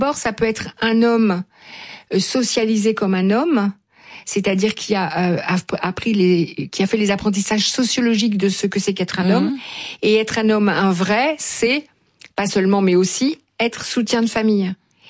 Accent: France; puisque je suis française et que c'est ici que je consulte

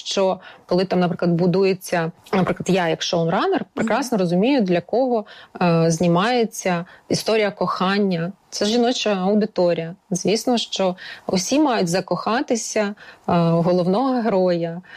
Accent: Lviv, Lviv Oblast, Ukraine; І так як я сама зі Львова, і мені дуже близька ця культура

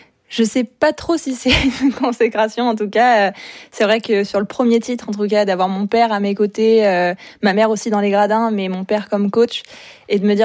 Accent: La Chapelle-la-Reine, Île-de-France, France; Alors moi, je viens de La Chapelle-la-Reine.

